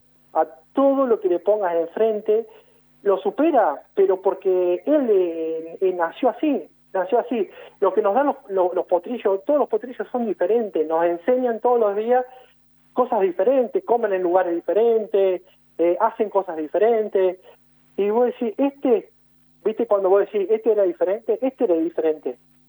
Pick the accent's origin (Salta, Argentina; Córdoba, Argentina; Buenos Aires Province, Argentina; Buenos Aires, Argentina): Córdoba, Argentina; Buchardo; hablamos con el veterinario de Lara La Alborada, Manuel Taguada, que es de mi pueblo, de Buchardo, somos amigos